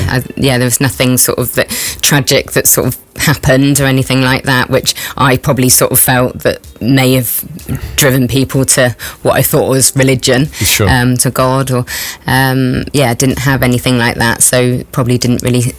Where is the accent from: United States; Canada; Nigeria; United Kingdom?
United Kingdom; Totnes, South West England; now in Plymouth, United Kingdom; I grew up in Totnes, so which is about half an hour away. Grew up there, always lived there. My family have always been from there. My dad had always lived there.